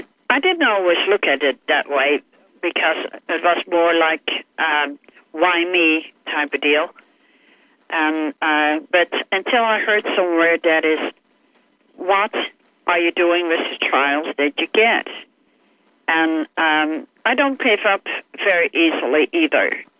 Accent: Netherlands; moved away; I'm originally from the Netherlands.

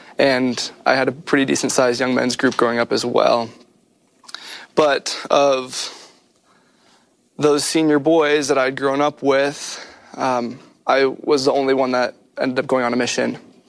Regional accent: Phoenix, Arizona, United States; I grew up in Phoenix, Arizona, but this particular suburb that I grew up in was not overly populated with members of the church

